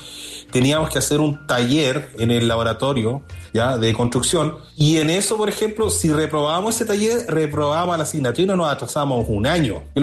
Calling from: Chile; te hablo desde Chile.

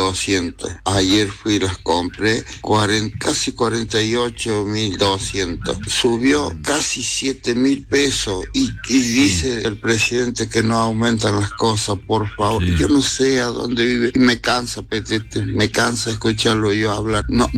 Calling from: Argentina; de Altamira.

